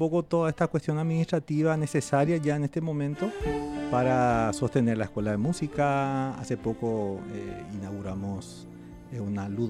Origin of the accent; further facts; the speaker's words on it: Carapeguá, Paraguarí, Paraguay; now in Asunción, Paraguay; como soy de Carapeguá, tenemos una pequeña quinta con mis padres. Me fui a Carapeguá casi un año.